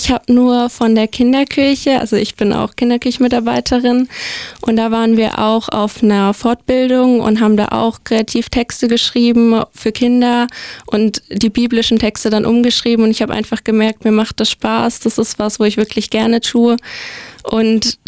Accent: Löwenstein, Baden-Württemberg, Germany; Ja, sehr. Also es ist halt auch einfach durch die ländliche Gegend, es ist sehr ruhig, man hat entspannt, man hat auch viele Tiere, die dort unterwegs sind. Es ist einfach eine sehr entspannte, entschleunigende Gegend.

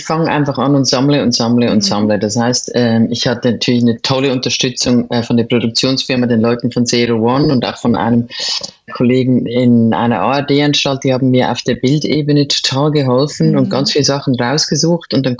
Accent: Switzerland; moved away as an adult; now in Cologne, Germany; Bin ich Schweizerin, aber man würde es nicht denken, ich lebe seit 25 Jahren oder mehr als 25 Jahren in Köln, weil ich dort an der KHM studiert habe

